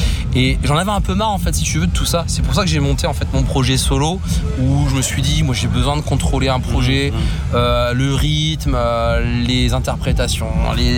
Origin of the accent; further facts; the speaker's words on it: Coupéville, Grand Est, France; now in Les Grandes Loges, France; je suis pas originaire des Grandes Loges, je suis originaire d'un village encore plus petit de la Marne qui s'appelle Coupéville.